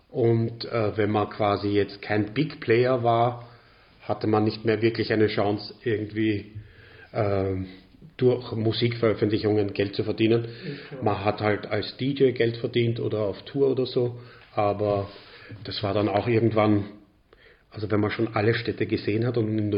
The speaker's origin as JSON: {"language": "German", "region": "Vienna", "country": "Austria", "tie": "born there", "also_born_or_lived": "Anatolia, Turkey", "said": "Mit 18 Monaten bin ich am Flughafen Schwechat gelandet. Mein Vater war schon hier und hat uns dann nachgeholt, die Mama und mich und seine zwei Geschwister, die bei uns gelebt haben. Und seitdem bin ich eigentlich in Wien."}